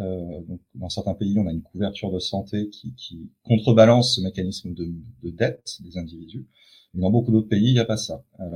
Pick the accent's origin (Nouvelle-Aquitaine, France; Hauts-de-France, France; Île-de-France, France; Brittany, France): Brittany, France; moved away; Je suis breton, revenu vivre en Bretagne.